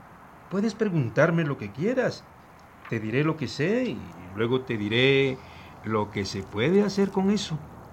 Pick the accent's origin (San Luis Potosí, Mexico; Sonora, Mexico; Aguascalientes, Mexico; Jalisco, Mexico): Sonora, Mexico; aquí, pero en realidad soy un yaqui de Sonora.